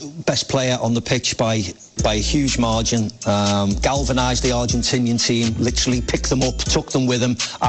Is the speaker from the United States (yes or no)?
no; England, United Kingdom; As galling as it is to have lost the game as an English fan